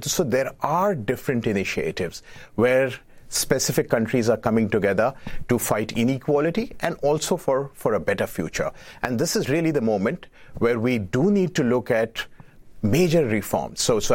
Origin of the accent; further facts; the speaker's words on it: India; English is a second language; Let me start on a personal note. I grew up in India, and UN was all about hope of a just and a peaceful future.